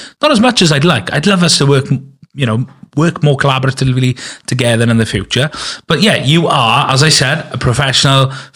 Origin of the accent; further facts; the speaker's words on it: Llanelli, Wales, United Kingdom; you're very welcome to come to my hometown. I don't own it, but I live here.